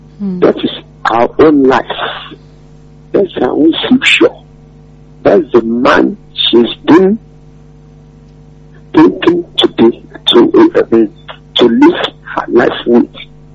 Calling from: Kuala Lumpur, Malaysia; from Kuala Lumpur.

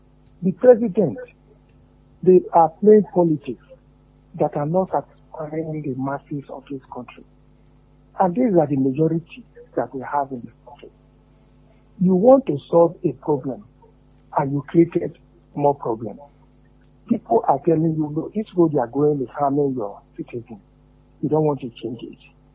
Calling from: Lagos, Nigeria; I'm calling you from Lagos.

